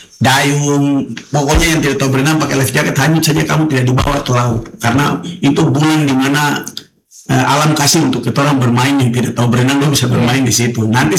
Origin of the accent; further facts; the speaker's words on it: Papua, Indonesia; kita orang Papua.